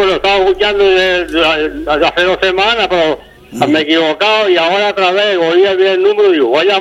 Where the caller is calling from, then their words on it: Arrecife, Canary Islands, Spain